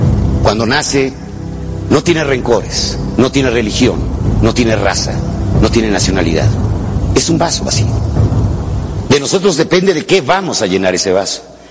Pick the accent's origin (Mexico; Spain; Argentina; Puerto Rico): Mexico; Yo no soy de México, yo soy México.